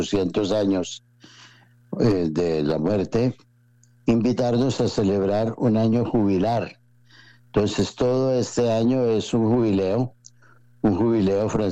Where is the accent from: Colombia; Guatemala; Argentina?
Colombia; para nosotros los colombianos